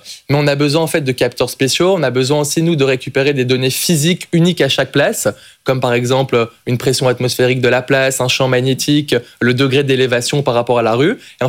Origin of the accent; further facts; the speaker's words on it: Belgium; moved away as an adult; now in France; Je suis belge, mais j'habite en France depuis maintenant une dizaine d'années. J'ai fait mes études en France.